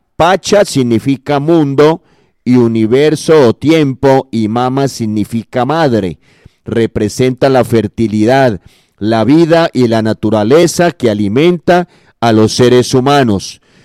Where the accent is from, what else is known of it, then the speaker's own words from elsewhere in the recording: Huila, Colombia; nosotros como huilenses, como colombianos